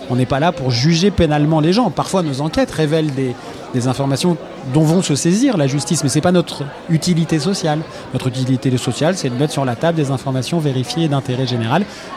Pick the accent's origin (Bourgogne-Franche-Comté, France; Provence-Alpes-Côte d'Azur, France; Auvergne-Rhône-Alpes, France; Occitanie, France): Auvergne-Rhône-Alpes, France; Lyon; born there; moved away; J'ai commencé le journalisme à 18 ans à Lyon, où je suis né